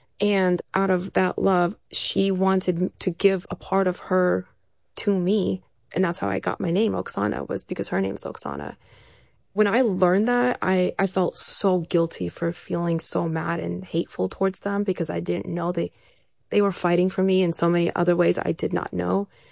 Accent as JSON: {"language": "English", "country": "Ukraine", "tie": "born or raised there", "said": "my home country, where I was from, where I have dreams of still meeting my birth family and seeing with adult eyes where I come from, where I grew up"}